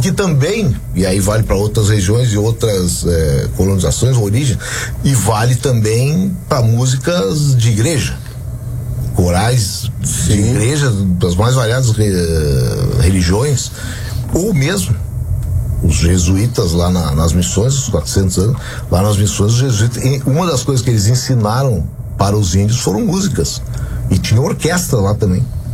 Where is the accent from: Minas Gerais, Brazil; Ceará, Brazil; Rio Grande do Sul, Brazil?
Rio Grande do Sul, Brazil; São Francisco de Paula; A minha terra tem um coral, a frase que eu uso, São Chico tem um coral municipal que dá muito orgulho pra gente